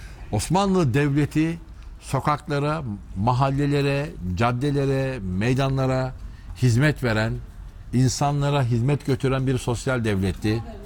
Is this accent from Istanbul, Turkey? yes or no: yes; Istanbul, Turkey; Ben 1974 İstanbul Fatih doğumluyum. Benim doğup büyüdüğüm yerler buralar.